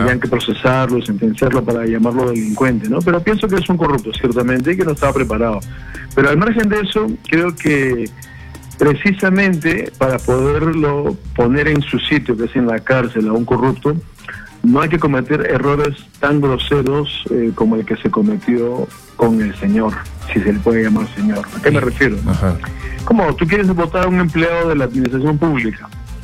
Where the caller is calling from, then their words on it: Lima, Peru; de San Isidro.